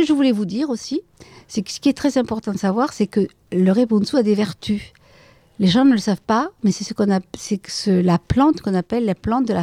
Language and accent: French; Gagnac-sur-Cère, Occitanie, France; avec cet accent, vous pouvez bien imaginer que je ne suis pas de Belgique ou du nord de la France. Moi, je suis née à Gagnac. J'y ai vécu. J'en suis guère partie, puisque j'ai fait à peine le tour de l'église, hein, puisque j'y habite. Nous y habitons. Voilà. Je suis très, très, très attachée et à Gagnac et aux environs